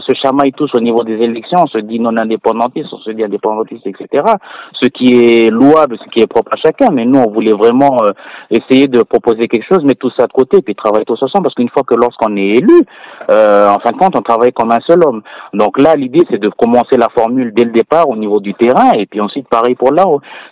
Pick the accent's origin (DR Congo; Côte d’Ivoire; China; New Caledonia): New Caledonia; nous, on est sur terre coutumière et qu'on est essentiellement des Kanaks et nous avons nos valeurs et nos coutumes